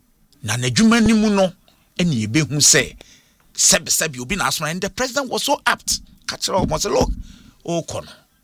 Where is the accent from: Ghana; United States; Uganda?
Ghana; I'm speaking as a Ghanaian